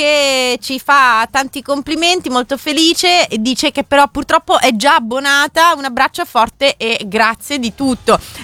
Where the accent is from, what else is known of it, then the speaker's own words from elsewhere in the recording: England, United Kingdom; also born or lived in Rome; Io sono di Roma, sono cresciuta, sono diventata adulta in Inghilterra.